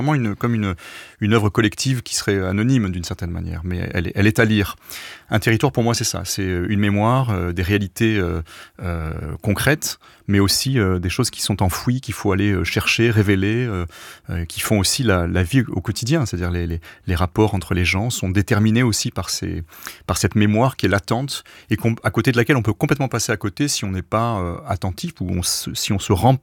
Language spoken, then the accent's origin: French; Marseille, Provence-Alpes-Côte d'Azur, France; born there; Alors pas du tout, moi je suis né à Marseille